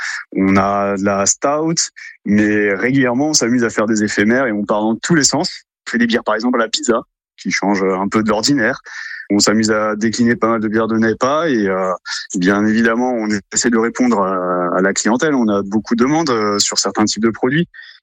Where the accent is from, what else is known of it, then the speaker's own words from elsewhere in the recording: Hauts-de-France, France; parce qu'on vient du Nord avec mon associé, donc la blonde belge nous tient beaucoup à cœur